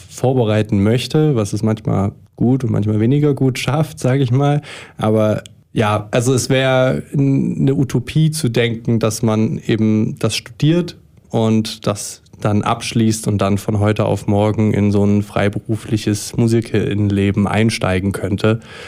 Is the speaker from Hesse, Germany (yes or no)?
no; Leipzig, Saxony, Germany; moved away as an adult; now in Weimar, Germany; Bin auch ursprünglich aus Leipzig und wir beide studieren hier in Weimar an der Hochschule für Musik.